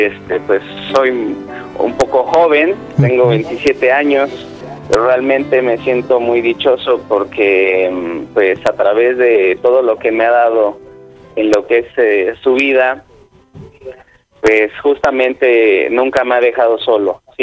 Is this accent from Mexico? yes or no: yes; Mexico; now in Axapusco, Mexico